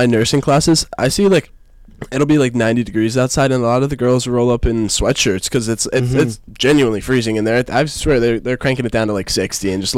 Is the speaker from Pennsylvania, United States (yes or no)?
no; New Jersey, United States; growing up in New Jersey